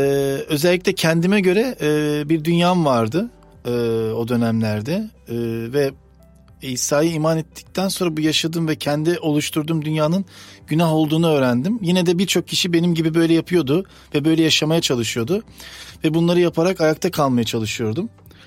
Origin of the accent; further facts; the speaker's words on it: Istanbul, Turkey; born there; Ben 1977 doğumluyum, İstanbul doğumluyum ve baba tarafım göçmen, Makedonyalı.